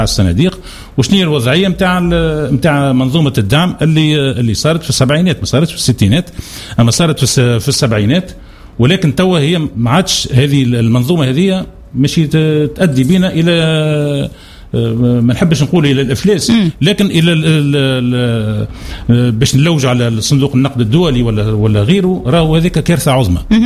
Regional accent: Tunisia

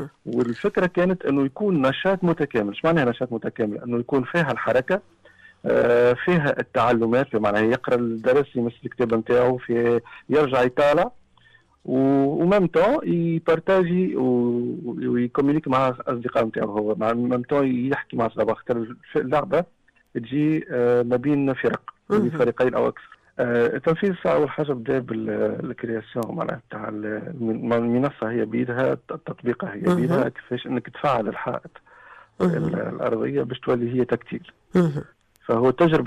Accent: Tunisia; عندنا في تونس

